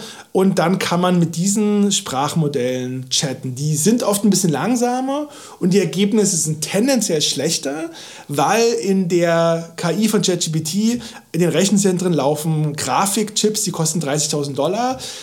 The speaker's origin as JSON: {"language": "German", "town": "Halle", "region": "Saxony-Anhalt", "country": "Germany", "tie": "born or raised there", "moved": "as an adult", "lives_now": "Berlin, Germany"}